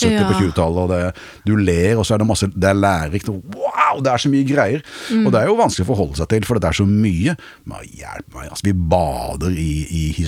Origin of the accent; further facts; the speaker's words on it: Nesodden, Akershus, Norway; eller jeg vokste opp på Nesodden, da, det derfor jeg sier inn i Oslobyen.